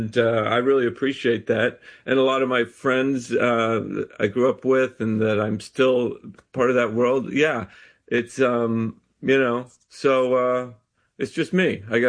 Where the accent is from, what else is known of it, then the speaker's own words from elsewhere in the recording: Idaho, United States; now in New York, United States; It was in L.A. I live in New York. It was in L.A. I'm from Idaho, if you remember.